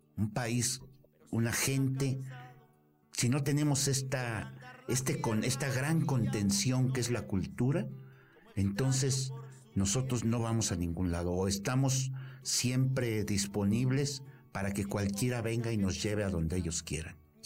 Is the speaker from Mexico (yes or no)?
yes; Mexico; nosotros venimos de una generación en que todavía se preocupaba por ser mexicanos y nos sentíamos orgullosos de ser mexicanos